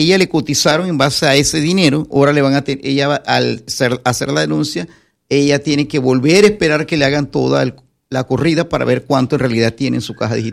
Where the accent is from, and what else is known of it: Panama